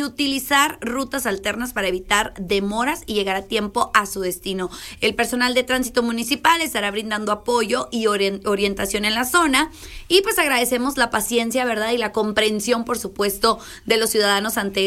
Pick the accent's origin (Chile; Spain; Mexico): Mexico